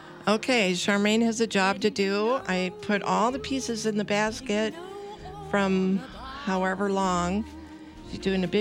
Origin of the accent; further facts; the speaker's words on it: California, United States; I am from California, and I did have a lot of fun in the sun, and I'm half English.